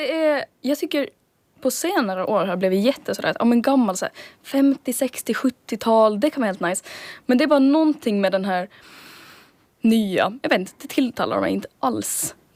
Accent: Jomala, Åland, Finland; moved away as an adult; now in Turku, Finland; och jag är född och uppväxten på Åland i Jomala.

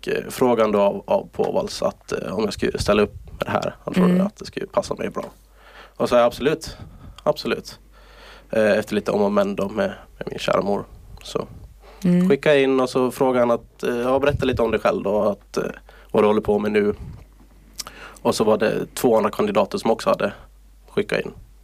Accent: Åland Islands; Så liksom, det är min hemort, det är Åland.

